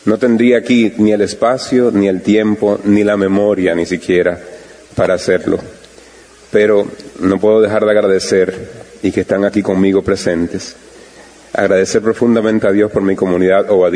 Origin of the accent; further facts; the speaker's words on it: Enriquillo, Barahona, Dominican Republic; toda la gente de mi tierra, de Enriquillo